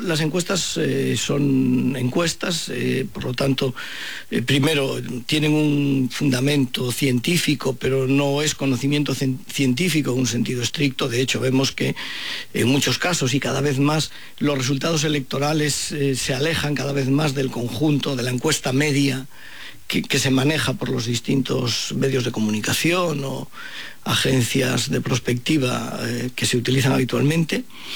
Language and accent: Spanish; Ourense, Galicia, Spain; moved away as an adult; also born or lived in Santiago de Compostela; now in Vigo, Spain; Bueno, nací en Ourense, viví en Ourense hasta que marché a estudiar a Santiago y saqué la oposición y trabajo en Vigo desde que saqué la oposición.